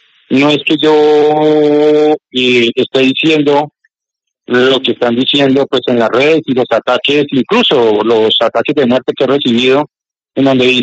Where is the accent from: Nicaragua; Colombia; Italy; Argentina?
Colombia; nos une a todos como colombianos